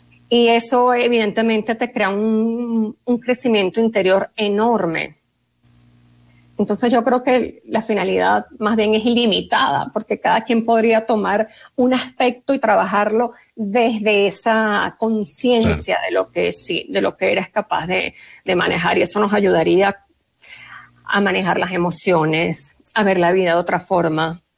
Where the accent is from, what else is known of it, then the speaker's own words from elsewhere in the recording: Venezuela; now in Colombia; yo soy venezolana, pero ya tengo 16 años viviendo acá.